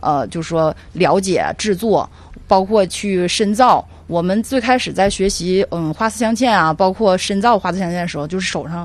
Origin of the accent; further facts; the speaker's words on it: China; 我们中国人